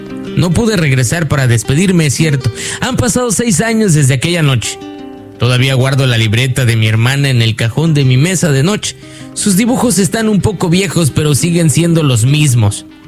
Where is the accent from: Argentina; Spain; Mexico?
Mexico; Santa Lucía de la Sierra, Oaxaca; moved away; Nací en Santa Lucía de la Sierra, un pueblo tranquilo de Oaxaca. Allí viví toda mi infancia, pero hace 6 años tuve que despedirme de mi familia.